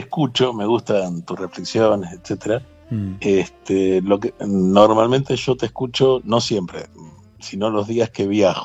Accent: Chacabuco, Buenos Aires Province, Argentina; born there; moved away; cuando voy para mi pueblo, porque yo soy de Chacabuco, provincia de Buenos Aires

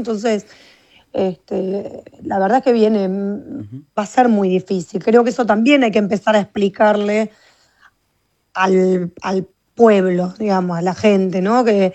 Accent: Argentina; como argentina, digo, los argentinos

